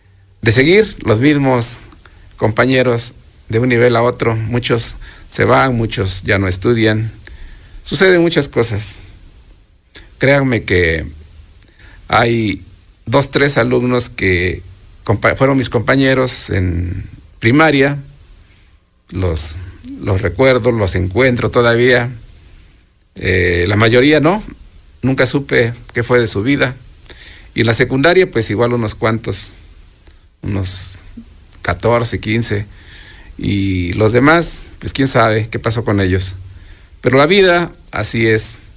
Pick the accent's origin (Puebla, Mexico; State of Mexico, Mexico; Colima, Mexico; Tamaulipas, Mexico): Puebla, Mexico; Izúcar de Matamoros; también traen muchos recuerdos maravillosos para los que somos de aquí de Izúcar.